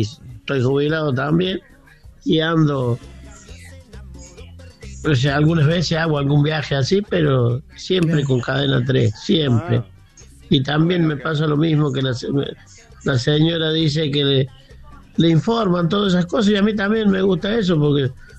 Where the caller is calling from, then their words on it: Villa María, Córdoba, Argentina; de Villa María, que estuve un tiempo que no podía escribir porque no tenía la aplicación esa